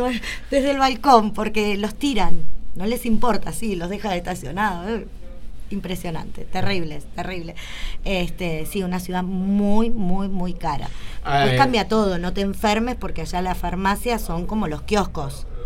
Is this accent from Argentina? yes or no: yes; Argentina; Extrañamos la carne, o sea, como argentinos carnívoros